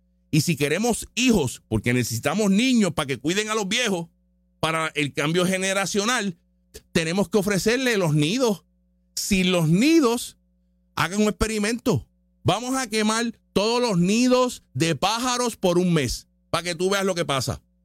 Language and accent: Spanish; Puerto Rico; Uno que otro es un millonario extranjero, la mayoría somos boricuas y somos de aquí.